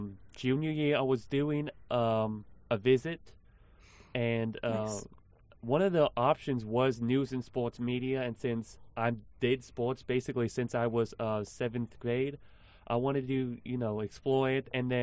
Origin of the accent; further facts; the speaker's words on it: Kansas City, Kansas, United States; moved away; My major is news and sports media. I am a freshman, and I'm from Kansas City, Kansas.